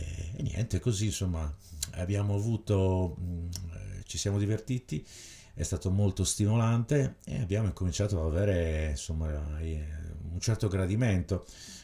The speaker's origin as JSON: {"language": "Italian", "town": "Alghero", "region": "Sardinia", "country": "Italy", "said": "ci siamo fatti tutta la stagione suonando quasi ogni giorno ad Alghero, dalle nostre parti in Sardegna."}